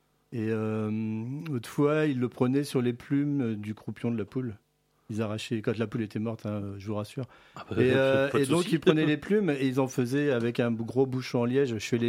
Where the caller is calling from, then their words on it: Descartes, Centre-Val de Loire, France; j'habite à Descartes